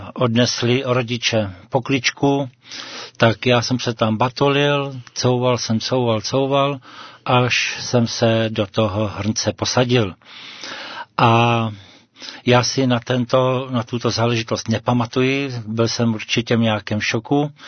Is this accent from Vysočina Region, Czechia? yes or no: yes; Nový Studenec, Vysočina Region, Czechia; Odeždírce nad Doubravou, přímo konkrétně ze Studence. Nový Studenec.